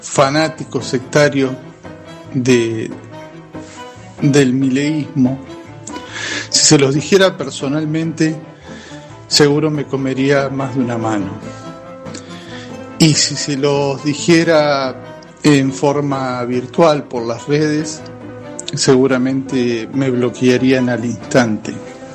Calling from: Anisacate, Córdoba, Argentina; de Anisacate, Córdoba.

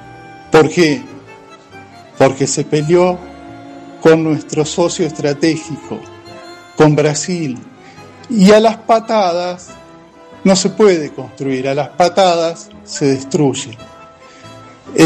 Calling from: Anisacate, Córdoba, Argentina; de Anisacate, Córdoba.

